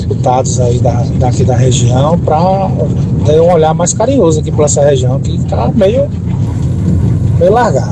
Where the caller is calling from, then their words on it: Inhambupe, Bahia, Brazil; Eu sou de Iambupe